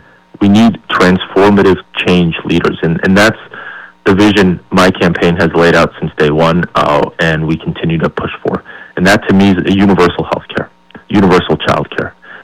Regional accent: Hudson, New Hampshire, United States; now in Moultonborough, United States; But I grew up down in Hudson. So I grew up down in Hudson. My mom was an ICU nurse at Catholic Medical.

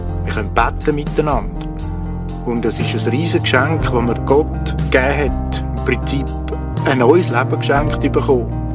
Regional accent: Switzerland; Dann haben sich meine Eltern entschieden, wieder zurück in die Schweiz zu kommen. Ich habe mich als Schweizer gefühlt, hatte einen Schweizer Pass und hatte das Gefühl, ich komme heim.

